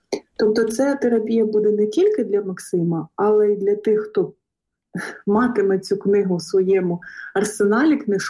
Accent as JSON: {"language": "Ukrainian", "region": "Luhansk Oblast", "country": "Ukraine", "tie": "born or raised there", "said": "були друзі, які ніколи не були на Донбасі, саме в Донецьку і саме на Луганщині, Центроцитівський район, звідки я родом."}